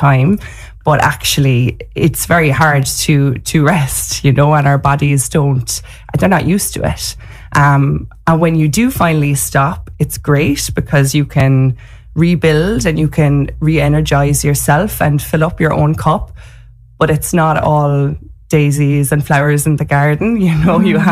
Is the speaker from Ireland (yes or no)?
yes; Ireland; I'm very Irish.